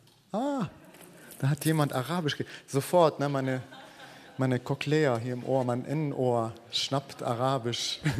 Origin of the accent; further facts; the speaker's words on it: Byblos, Keserwan-Jbeil, Lebanon; Ich bin, ich bin im Libanon aufgewachsen und da war unser Radius, also unser Bewegungsradius sehr, sehr klein. Es ist ein kleines Land, aber unser Radius war noch kleiner als das Land. Und in Byblos oder Jbeil bin ich geboren, das ist eine Stadt am Mittelmeer.